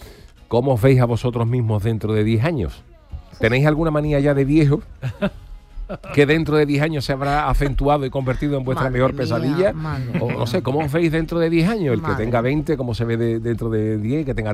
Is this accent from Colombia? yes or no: no; Cádiz, Andalusia, Spain; Del barrio del Pópulo.